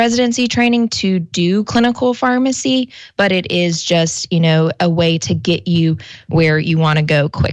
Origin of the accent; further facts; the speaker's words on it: Manning, South Carolina, United States; moved away as an adult; now in Sumter, United States; I'm originally from Manning. Graduated from Manning High School. And then now I'm in Sumter. We have lived here for going on 3 years now.